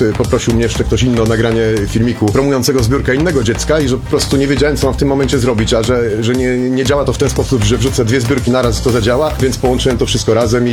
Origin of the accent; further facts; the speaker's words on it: Łódź, Łódź Voivodeship, Poland; my jesteśmy tutaj z Łodzi